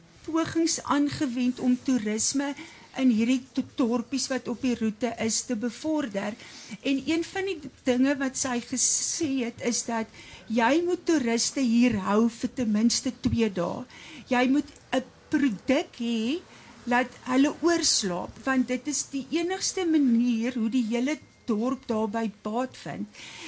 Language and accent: Afrikaans; Robertson, Western Cape, South Africa; now in Fraserburg, South Africa; Ek bly nou al hier vir 10 jaar, maar ek het op Rabbitson groot geword en nou sit ek in die vol Karoo, maar soos hulle sê, alles in die Karoo is nie plat nie.